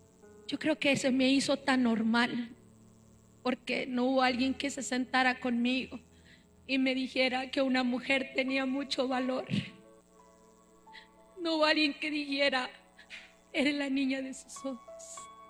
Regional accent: Monterrey, Nuevo León, Mexico; Soy de Monterrey, Nuevo León, México.

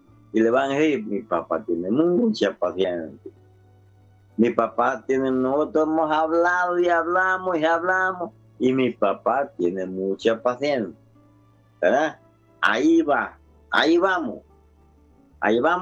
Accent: El Salvador; La ley en mi país tan, pero terrible.

